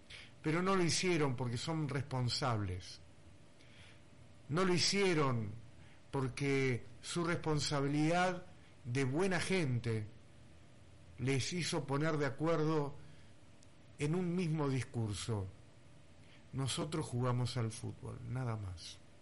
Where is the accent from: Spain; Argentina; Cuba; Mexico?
Argentina; Puerto Iguazú, Misiones; no somos tontos los argentinos. Los iguazuenses ya no somos tontos.